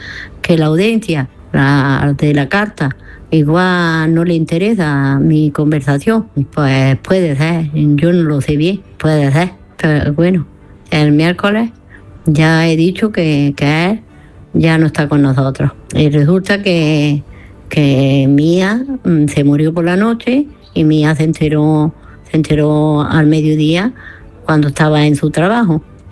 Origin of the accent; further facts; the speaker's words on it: Granada, Andalusia, Spain; Hola, Manolo … de Granada.